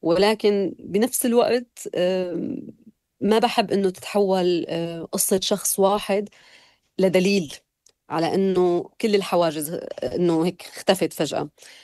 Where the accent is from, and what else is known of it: Syria; moved away as an adult; now in Germany